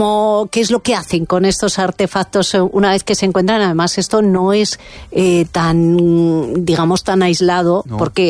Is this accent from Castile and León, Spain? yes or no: yes; Ágreda, Castile and León, Spain; born there; now in Cubo de la Solana, Spain; las de mi pueblo, de San Miguel de Ágreda